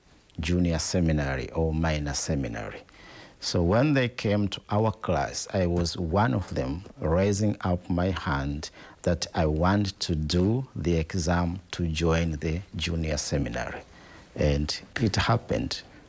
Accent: Ifakara, Morogoro, Tanzania; born there; also born or lived in Biro; I am originally from the region of Morogoro, Morogoro region, a town called Ifakara. But I was born in a small village called Biro. That is my originality.

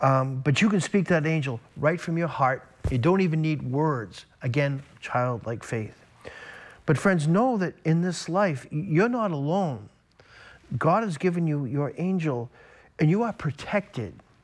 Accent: Boston, Massachusetts, United States; And of course, I grew up in the Boston area.

